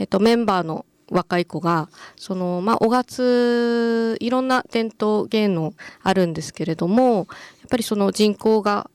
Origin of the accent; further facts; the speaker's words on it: Sendai, Miyagi, Japan; moved away as an adult; now in Ogatsu, Ishinomaki, Japan; 仙台出身で、